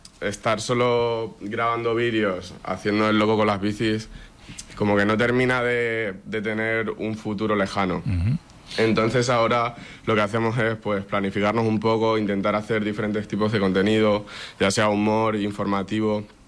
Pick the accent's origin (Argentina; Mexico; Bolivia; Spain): Spain; Lanzarote, Canary Islands